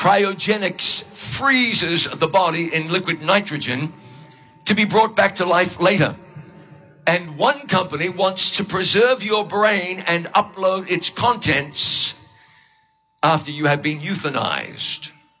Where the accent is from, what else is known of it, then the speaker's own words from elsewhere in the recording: New Zealand; moved away; my home country of New Zealand